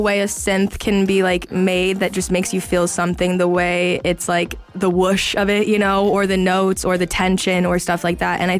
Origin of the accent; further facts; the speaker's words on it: Wichita, Kansas, United States; growing up in Wichita.